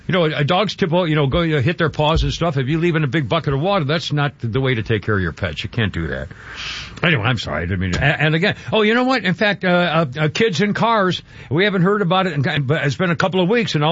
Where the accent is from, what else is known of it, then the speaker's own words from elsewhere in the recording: New England, United States; Well, growing up in New England, where you go out in the, you know, the woods area and the tourist areas